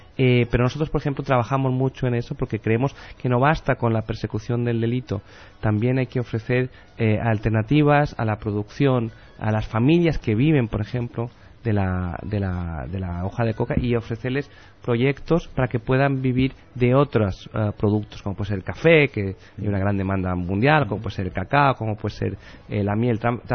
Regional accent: Catalonia, Spain; now in Bolivia

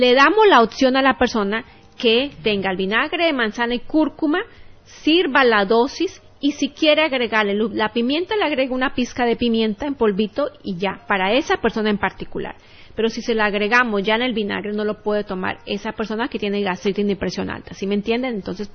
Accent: Bolivia; now in Santa Cruz, Bolivia; Nosotros somos de Bolivia, estamos en Santa Cruz.

